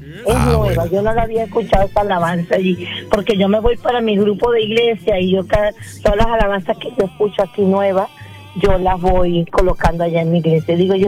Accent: Honduras; No, no soy mexicana, soy hondureña.

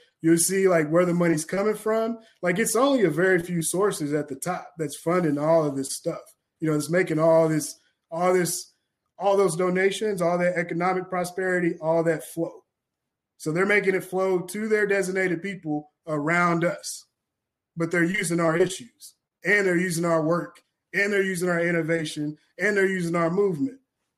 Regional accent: Kentucky, United States; I'm from Kentucky. I organize.

